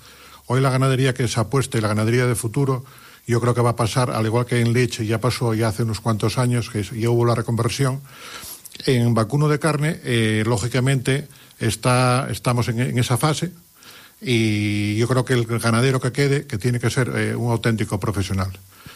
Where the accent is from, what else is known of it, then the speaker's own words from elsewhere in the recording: Allande, Asturias, Spain; Yo siempre en mi casa vi vacas, mi padre siempre vio vacas y mi abuelo también vio vacas. Somos una ganadería de Allande, es una de las zonas ganaderas, Cangas de Narcea, Allande y Tineo, donde nos encontramos